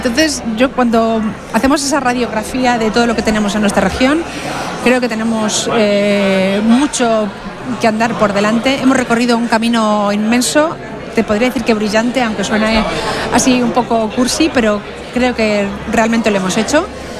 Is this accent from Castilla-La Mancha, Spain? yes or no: yes; Castilla-La Mancha, Spain; somos castellano-manchegos, somos españoles